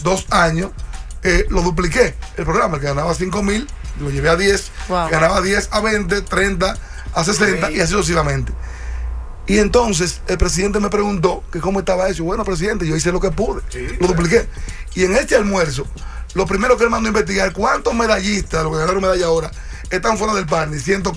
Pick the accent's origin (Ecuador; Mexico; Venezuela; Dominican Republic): Dominican Republic; Somos comparones los dominicanos.